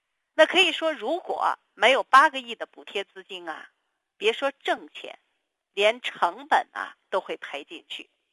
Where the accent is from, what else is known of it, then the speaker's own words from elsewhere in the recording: China; 那只能说呢咱们作为中国人我们很骄傲